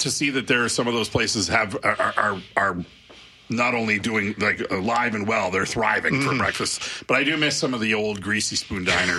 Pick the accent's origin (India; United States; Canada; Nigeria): Canada; Quebec; growing up in Quebec, that was a big thing.